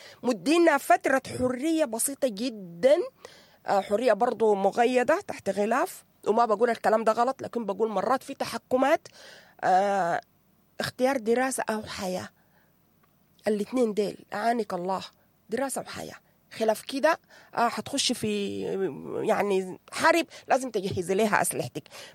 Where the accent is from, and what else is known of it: Sudan